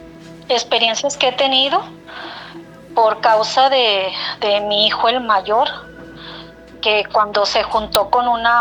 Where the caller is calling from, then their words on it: Jalpa, Zacatecas, Mexico; Desde el municipio de Jalpa, Zacatecas.